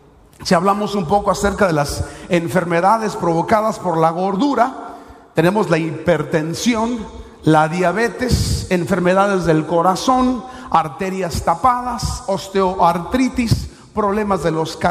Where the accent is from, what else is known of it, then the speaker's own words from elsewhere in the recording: Sonora, Mexico; Y yo soy de Sonora y los burritos de Sonora pues son chiquitos, así de este tamaño, ¿verdad?